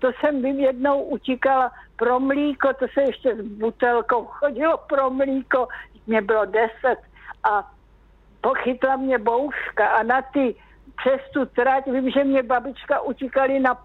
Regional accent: Přelouč, Pardubice Region, Czechia

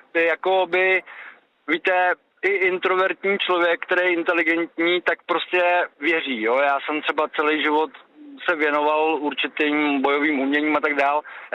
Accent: Prachatice, South Bohemian Region, Czechia; Já jsem z Prachatická.

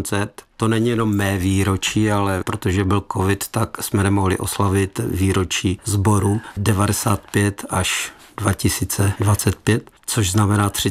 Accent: Karviná, Moravian-Silesian Region, Czechia; já pocházím z Karviné

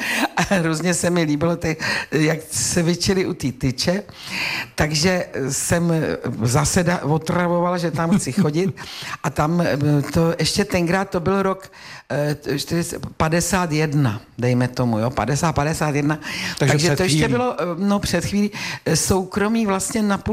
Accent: Prague, Czechia; Ale já jsem byla na Žižkově, tam bylo teda pole před náma, to je pravda. Ale pak jsem byla jedináček

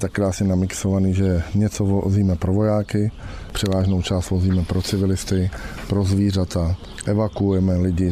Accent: Ukraine; now in Czech Republic; Moje identita je asi taková, že mi říkají, že jsem český Ukrajinec

